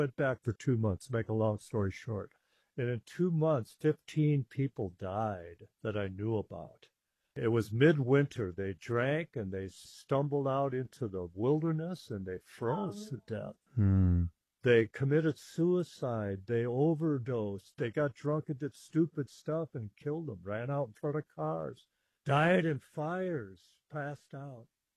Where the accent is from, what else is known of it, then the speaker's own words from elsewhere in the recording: Texas, United States; It was cold. I'm from Texas.